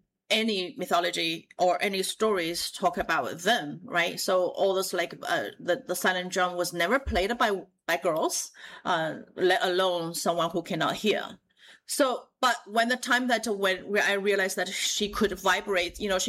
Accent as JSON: {"language": "English", "region": "Shanghai", "country": "China", "moved": "yes", "said": "My father got rejected 40 times, and we come from Shanghai."}